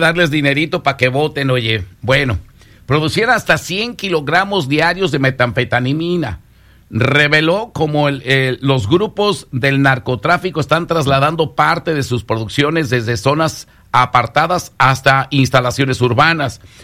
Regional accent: Ciudad Guzmán, Jalisco, Mexico; moved away; muchos de ellos eran de mi pueblo, de allá de Ciudad Guzmán.

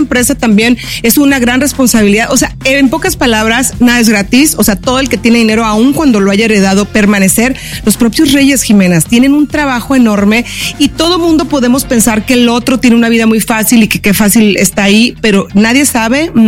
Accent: Mexico; o sea, yo como mexicana tengo que decir eso.

